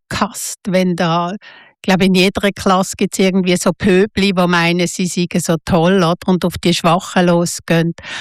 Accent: Basel, Basel-Stadt, Switzerland; Das war so eine Jugendhauszeit und ich bin in Basel aufgewachsen, oder?

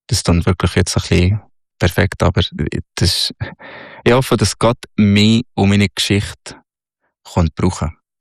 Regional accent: Egypt; Ja, Snowboard, ich bin Ägypter, ich habe noch nie Schneesport gemacht.

